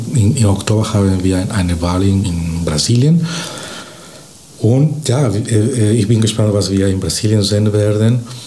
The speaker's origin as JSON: {"language": "German", "country": "Bolivia", "second_language": "German", "lives_now": "Germany", "said": "Aber früher habe ich auch in Bolivien, das Land, wo ich herkomme, habe ich in Bolivien Politikwissenschaft auch in meinem Bachelor studiert"}